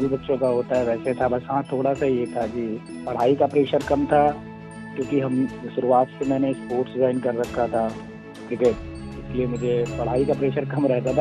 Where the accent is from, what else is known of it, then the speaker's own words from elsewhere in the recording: Kanpur, Uttar Pradesh, India; मेरा जन्म कानपुर में ही हुआ है और मैं कानपुर उत्तर प्रदेश से ही रहने वाला हूँ और वहीं पे मेरा जन्म हुआ है।